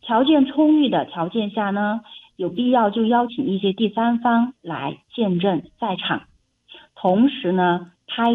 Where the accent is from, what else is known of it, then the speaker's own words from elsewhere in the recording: China; 特别是我们中国人